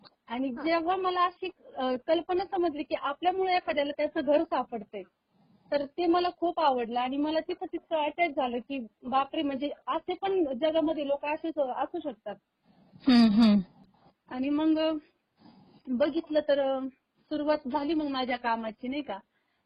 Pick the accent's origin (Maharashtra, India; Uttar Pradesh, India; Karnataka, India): Maharashtra, India; Ahmednagar; also born or lived in Pune; मी नगरचीच आहे, नगरमध्ये निंबळक येथे मी राहते